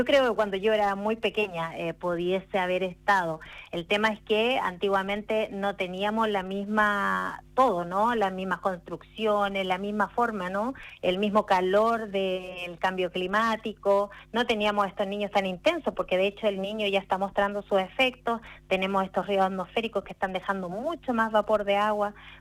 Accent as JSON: {"language": "Spanish", "region": "Valparaíso", "country": "Chile", "said": "Pues yo trabajo para todo Chile en Meteorred, pero soy de Valparaíso, así que me encanta hablar de mi región"}